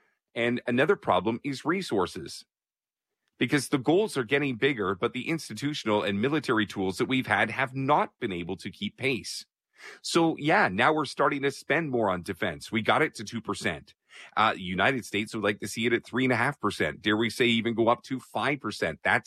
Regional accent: Canada; And it hurts me as a Canadian to say that, because I grew up on nothing but Canadian values.

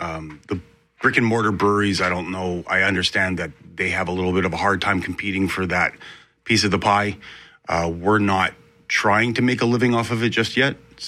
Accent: Winnipeg, Manitoba, Canada; we're all from Charleswood and St. James

